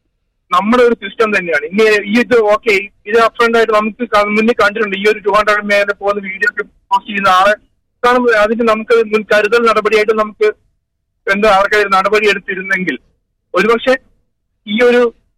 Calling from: Kozhikode, Kerala, India; എന്റെ നാട് കോഴിക്കോടാണ്.

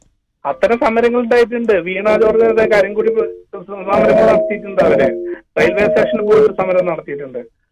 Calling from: Mankada, Kerala, India

